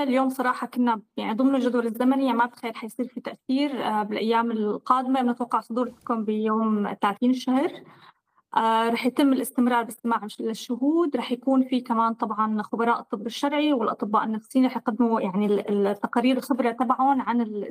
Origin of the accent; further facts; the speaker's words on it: Syria; كسوريين وسوريات